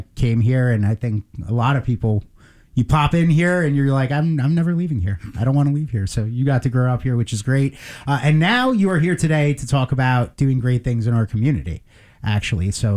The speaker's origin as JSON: {"language": "English", "town": "Long Island", "region": "New York", "country": "United States", "said": "I because I'm originally from Long Island, and then I went to school at Wesleyan and stuck around after that."}